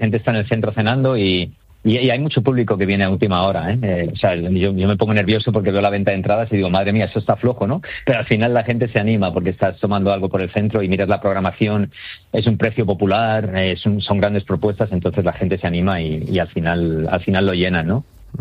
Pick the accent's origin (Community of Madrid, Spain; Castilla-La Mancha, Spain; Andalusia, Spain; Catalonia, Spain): Community of Madrid, Spain; Madrid; Me hace especial ilusión como madrileño, ¿no? Tener esta ciudad como un poco un lienzo, ¿no? Cuando me empecé a dirigir los veranos, me hacía mucha ilusión, porque es una ciudad que adoro, me he criado aquí.